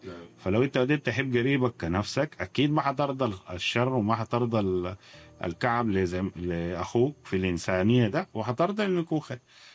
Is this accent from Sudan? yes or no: yes; Sudan; إحنا كسودانيين